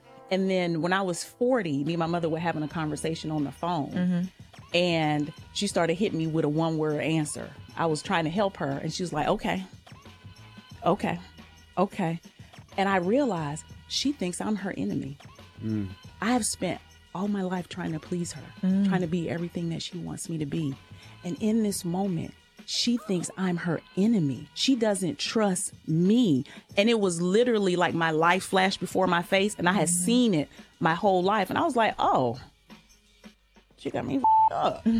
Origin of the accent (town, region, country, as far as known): Southern United States, United States; born or raised there